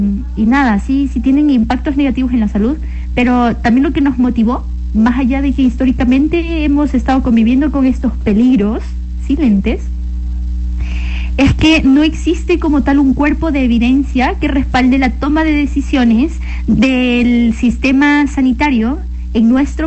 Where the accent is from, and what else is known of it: Ecuador